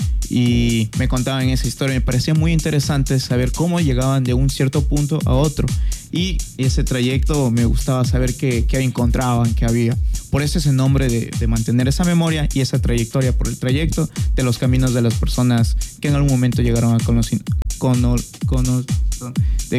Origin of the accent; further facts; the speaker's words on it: Pedro Vicente Maldonado, Pichincha, Ecuador; moved away as an adult; now in Santo Domingo, Ecuador; cuando soy de Pedro Vicente